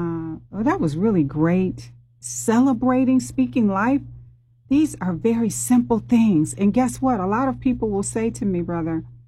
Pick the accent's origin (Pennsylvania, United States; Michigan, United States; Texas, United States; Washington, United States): Michigan, United States; now in Cincinnati, United States; You know, I didn't grow up here. I'm originally from Michigan.